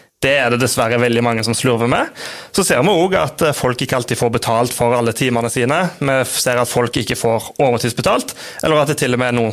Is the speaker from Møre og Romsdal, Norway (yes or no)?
no; Haugesund, Rogaland, Norway; moved away as an adult; now in southern Rogaland, Norway; Jeg kom fra Sørfylket i går, men jeg hauglending altså.